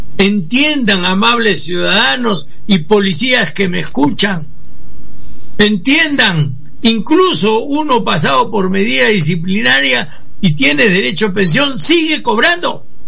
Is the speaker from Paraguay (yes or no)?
no; Peru; yo deseo, de verdad, de todo corazón, como los peruanos, de buenos sentimientos, tener una policía en la que yo me quite el sombrero.